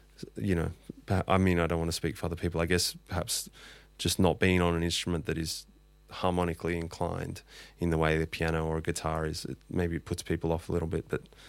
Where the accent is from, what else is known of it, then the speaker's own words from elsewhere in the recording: Castle Hill, New South Wales, Australia; In the hills. I grew up in Castle Hill.